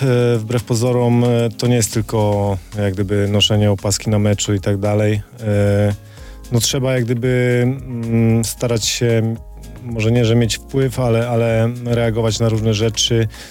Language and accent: Polish; Kołobrzeg, West Pomeranian Voivodeship, Poland; ja jestem z Kołobrzegu, pochodzę z Kołobrzegu i tam zawsze była ta zgoda Pogoni z Legią, to było coś normalnego i ja się na tym wychowałem